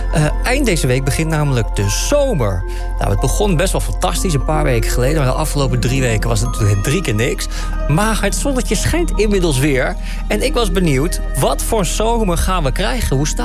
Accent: Netherlands; Wij zijn Nederlanders

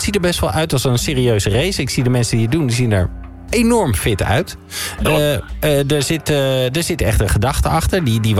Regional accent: North Holland, Netherlands; ik kom zelf uit Noord-Holland.

